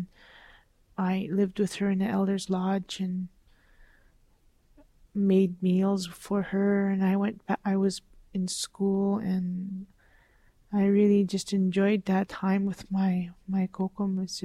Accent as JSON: {"language": "English", "town": "Onion Lake", "region": "Saskatchewan", "country": "Canada", "said": "I am from Onion Lake, Saskatchewan, and I'm Plains Cree. I'm the youngest of four children, one brother and two sisters, and then myself."}